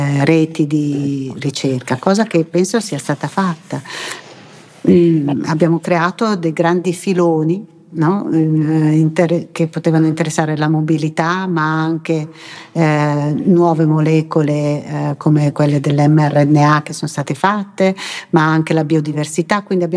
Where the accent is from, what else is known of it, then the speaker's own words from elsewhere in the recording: Milan, Lombardy, Italy; che io da milanese conoscevo come milanese